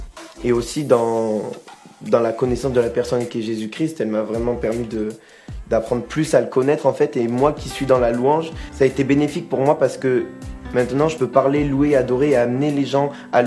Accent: Nîmes, Occitanie, France; Je viens de Nîmes, dans le sud de la France.

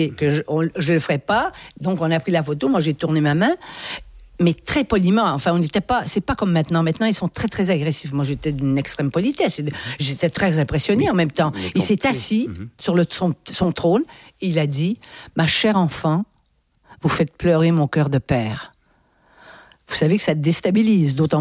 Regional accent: Canada; Oui, nous sommes des Nord-Américains. Ça, je m'en suis rendu compte en arrivant ici.

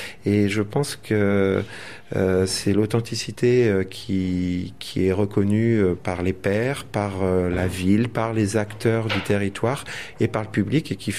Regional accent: Nantes, Pays de la Loire, France; born there; now in Pont-Aven, France; Je suis né à Nantes, mais fier d'être de souche bretonne, et je vis à Pont-Aven depuis 30 ans.

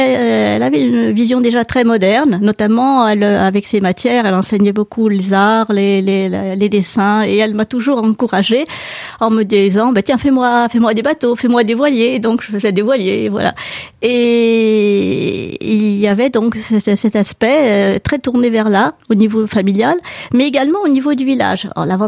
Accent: Marignana, Corsica, France; also born or lived in Ajaccio; je suis née à Ajaccio, mais j'ai passé mes 10 premières années dans mon petit village de Marignana.

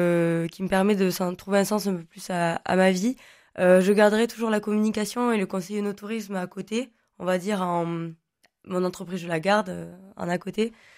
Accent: France; first language Occitan; French is a second language; J'ai appris le français en deuxième langue à la maison et à l'école. Mais donc, c'est mon père qui est linguiste et qui a écrit une méthode de langue en occitan, donc … qui donc m'a appris la langue.

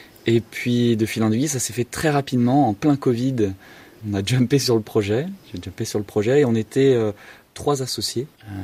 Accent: Paris, Île-de-France, France; parce qu'à la base je viens de Paris.

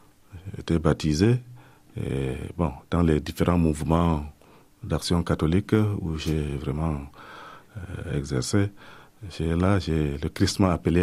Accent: Far North, Cameroon; moved away as an adult; also born or lived in Yagoua; now in Coutances, France; Je viens effectivement de la région de l'extrême Nord Cameroun, dans le diocèse de Yagoua. C'est vraiment l'extrême Nord du Septentrion. Je suis né dans un village... Viri.

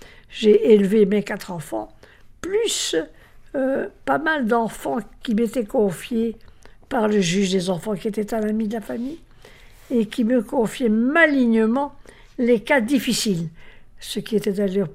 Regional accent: Charleroi, Wallonia, Belgium; Non, je suis née à Charleroi et j'y étais. Je vivais à Charleroi.

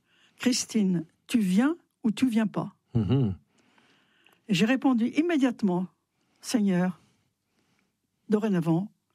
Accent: France; moi j'aime la France, j'aime profondément la France, je suis une Française

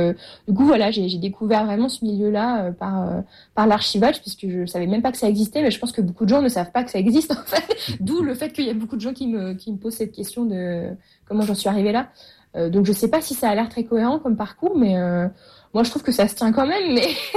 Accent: Lyon, Auvergne-Rhône-Alpes, France; moved away; moi, j'étais à Lyon avant. Enfin, je suis lyonnaise d'origine.

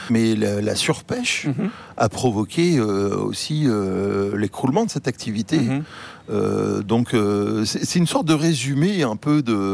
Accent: Martinique; moved away; also born or lived in Rouen, France; je suis né à Rouen, donc les Normands, de toute façon, sont des grands navigateurs, des voyageurs, et j'ai grandi à la Martinique

